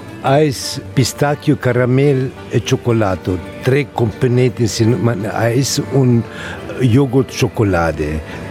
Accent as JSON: {"language": "German", "region": "Southern Italy", "country": "Italy", "second_language": "German", "moved": "yes", "lives_now": "Munich, Germany", "said": "ich komme aus Süditalien."}